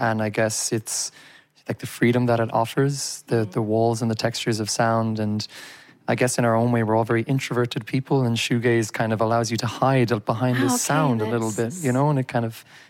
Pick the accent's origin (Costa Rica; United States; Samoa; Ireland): Ireland; also born or lived in China; now in Berlin, Germany; I'm from Ireland, but I had been living in China for a very long time. Mm-hmm. And so I wanted to come closer to home.